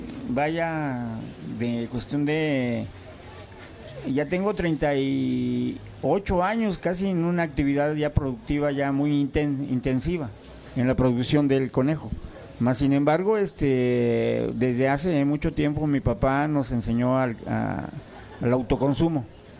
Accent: Mexico City, Mexico; yo vengo de la alcaldía de Xochimilco. Una alcaldía muy tradicional

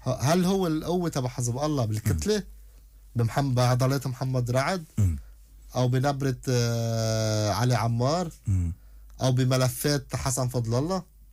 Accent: Lebanon; نحن كشعب لبناني

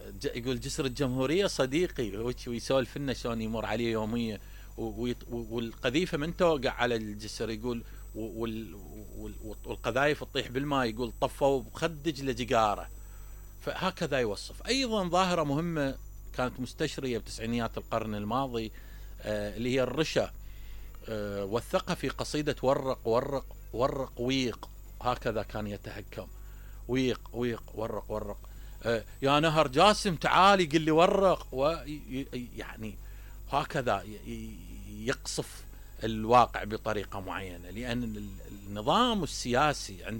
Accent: Iraq; هاي أنه في الواسطات والرشاوي والكذا، وكانت عندنا بالعراق بقوة.

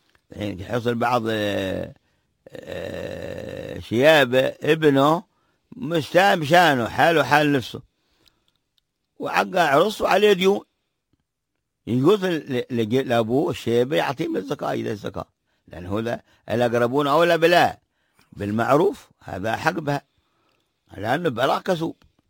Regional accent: Hadramawt, Yemen; إذا كان من هؤلاء الأصناف الموجودين عندنا في حضرموت الفقراء والمساكين والغارمين وأبناء السبيل.

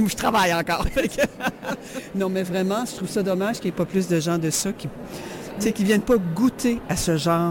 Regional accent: Baie-Comeau, Quebec, Canada; je suis de Baie-Comeau.

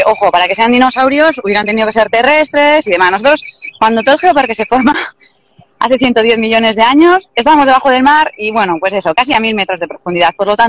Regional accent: Deba, Basque Country, Spain; born there

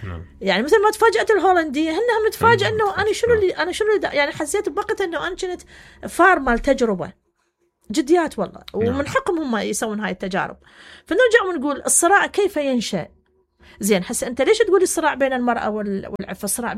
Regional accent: Iraq; إحنا كمجتمع عراقي

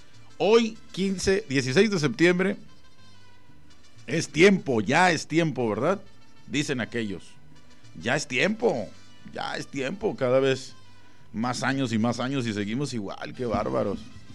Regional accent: Guadalajara, Jalisco, Mexico; Trae la catedral, mi firma, donde yo firmo acá. Trae justamente de donde soy.

